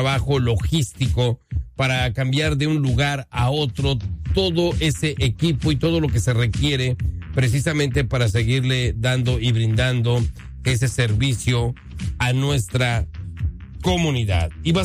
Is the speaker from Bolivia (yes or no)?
no; Mexico; now in United States; todos los que somos mexicanos